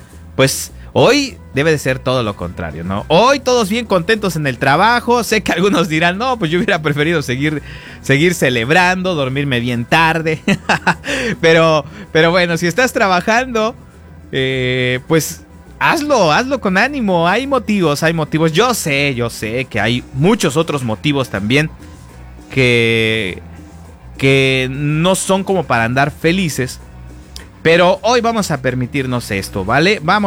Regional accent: Mexico; Todos somos mexicanos

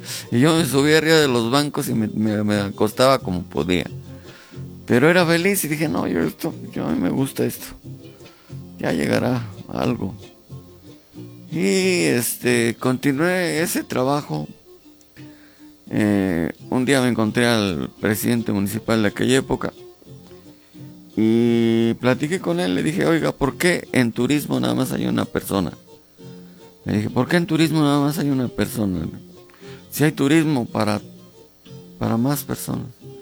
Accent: Zimapán, Hidalgo, Mexico; moved away; also born or lived in Tizayuca; yo soy de aquí, de Zimapán. Y efectivamente ya se me olvidó regresar a Tizayuca y ya me quedé

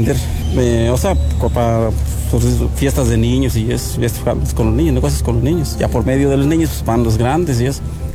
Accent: Santiago, Hidalgo, Mexico; Soy de Santiago, pero

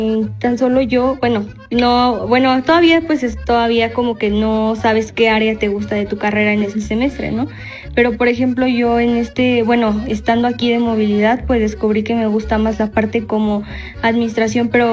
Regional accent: Tlaxcala, Mexico; Pues vengo del estado de Tlaxcala y pues en esta ocasión yo estuve haciendo este proceso de movilidad cursando 7 materias

